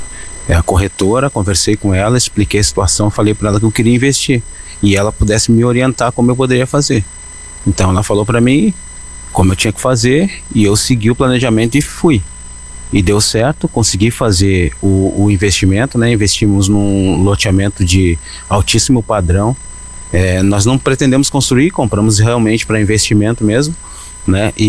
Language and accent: Portuguese; Rio Grande do Sul, Brazil; born there; moved away; Eu fui até a minha cidade onde eu nasci, no Rio Grande do Sul.